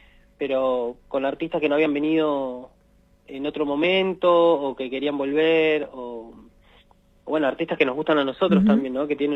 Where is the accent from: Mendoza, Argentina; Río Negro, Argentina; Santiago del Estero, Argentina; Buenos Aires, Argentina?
Buenos Aires, Argentina; moved away; Yo soy de Buenos Aires